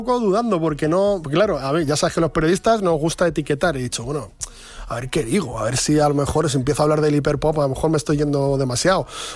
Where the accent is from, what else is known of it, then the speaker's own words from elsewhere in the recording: Buenos Aires, Argentina; born there; debe estar ya cansada de escucharme decir que soy pseudo argentino y tal, pero lo cierto es que nací en Buenos Aires y la chacarera como buen ritmo rioplatense, pues también me llega